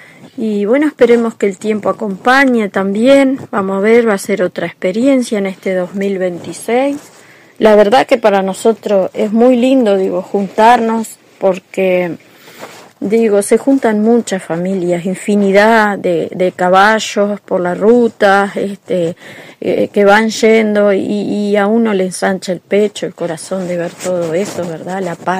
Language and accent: Spanish; Salto, Uruguay; Nosotros estamos integrando la parcería Estampa Criolla, a la cual somos salteños.